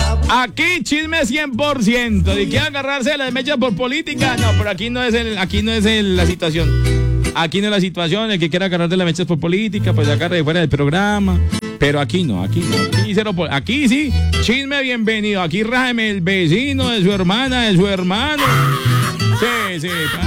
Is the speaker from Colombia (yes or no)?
yes; Colombia; Hombre, somos colombianos y resolvemos.